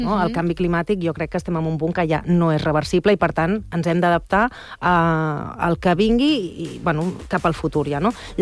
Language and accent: Catalan; Sant Andreu, Catalonia, Spain; jo sóc de Sant Andreu